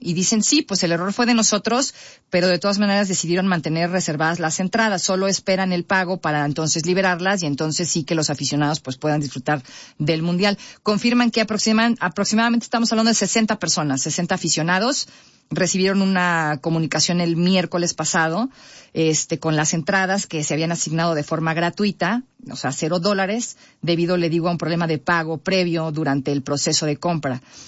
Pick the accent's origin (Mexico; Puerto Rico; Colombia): Mexico; Somos mexicanos, insisto